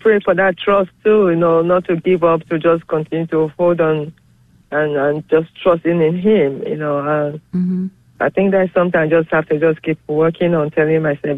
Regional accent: Nigeria; I'm Nigerian, you know, and mm-hmm. My mother is back home in my country with dementia.

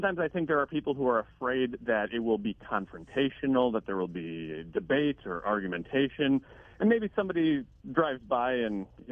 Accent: Madison, Wisconsin, United States; here in Madison, Wisconsin, where I live

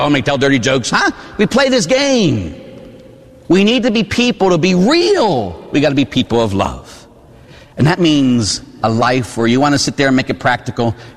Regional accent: Pittsburgh, Pennsylvania, United States; born or raised there

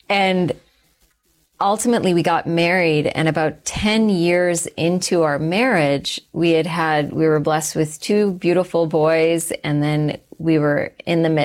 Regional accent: Texas, United States; also born or lived in Calgary, Canada / Sri Lanka; So I was born in Canada. I was born in Calgary, and then my family shifted to the States. So I grew up in Texas for a while

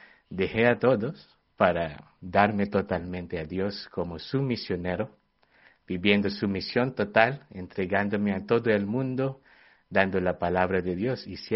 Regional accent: Manila, Metro Manila, Philippines; Spanish is a second language; moved away as an adult; now in Madrid, Spain; Yo soy de Manila, de la capital. Llevo más de un año aquí en España.

